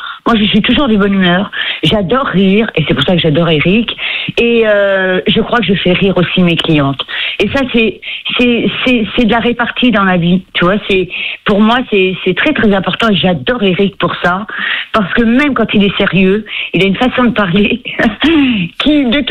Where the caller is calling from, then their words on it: Ajaccio, Corsica, France; j'appelle d'Ajaccio. J'appelle d'Ajaccio.